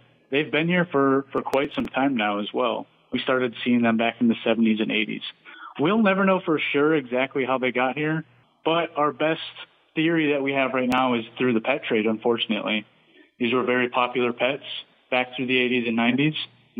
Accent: Michigan, United States; moved away as an adult; now in Florida, United States; I grew up in Michigan, which isn't quite Alaska, but it still has, you know, some pretty cold winters. And I think I just had one too many years of intense snowstorms. And so I've been slowly making my way south, and Florida just happens to be the place I ended up.

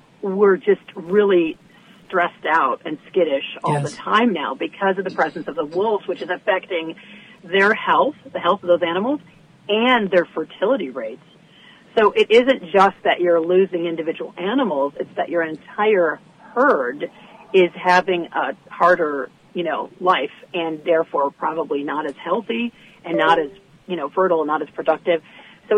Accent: Michigan, United States; now in Point Reyes, California, United States; I'm from Michigan. So we're both, sort of displaced upper Midwesterners

